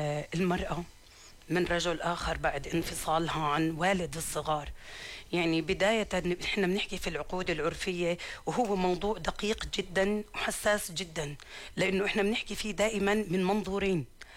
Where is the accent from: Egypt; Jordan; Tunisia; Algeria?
Jordan; عندنا في الأردن